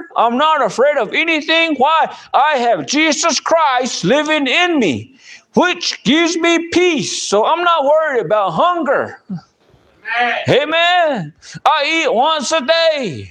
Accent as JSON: {"language": "English", "country": "United States", "said": "I'm an American."}